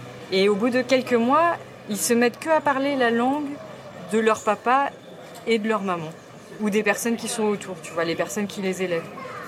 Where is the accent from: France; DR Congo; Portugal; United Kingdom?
France; now in Belgium; Moi, je suis française